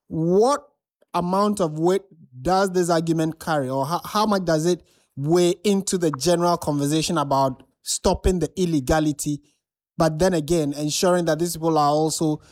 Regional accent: Ghana

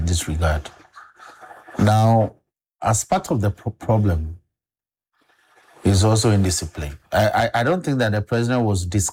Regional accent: Accra, Greater Accra, Ghana; I grew up in Mamubi here. The famous Kaukudi, Mamubi, Nima, Gota, all the way to Circle.

